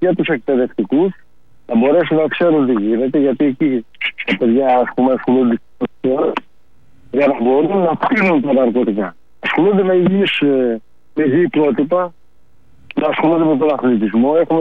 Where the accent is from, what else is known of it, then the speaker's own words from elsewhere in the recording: Karditsa, Thessaly, Greece; Να σκεφτείτε στην Καρδίτσα, επειδή η πατρίδα μου το λέω